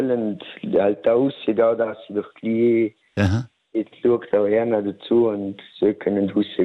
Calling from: Vorarlberg, Austria; ich komme aus dem Bregenzer Wald

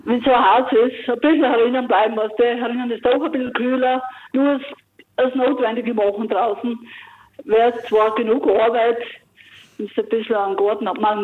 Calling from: Wies, Styria, Austria; ich rufe eine Kochgruppe an, das ist Gemeinde Wies.

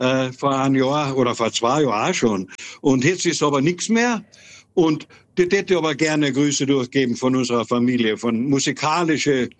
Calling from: Carinthia, Austria; Deswegen sind wir Kärntner so stolz

